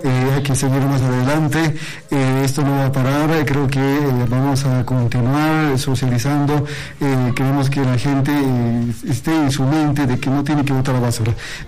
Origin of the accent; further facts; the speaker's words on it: Potosí, Bolivia; somos potosinos y nos gusta nuestra cultura